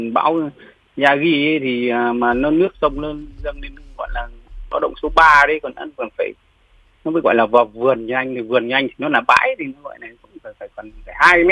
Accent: Tống Chân, Hưng Yên, Vietnam; Mình quê hương Trạng Nguyên, Tống Chân, Phù Cử cũ.

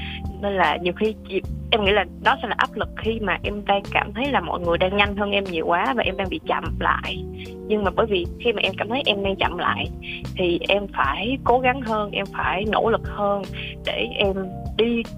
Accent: Ho Chi Minh City, Vietnam; Tại vì bản thân em là em sinh ra và lớn lên ở thành phố Hồ Chí Minh luôn.

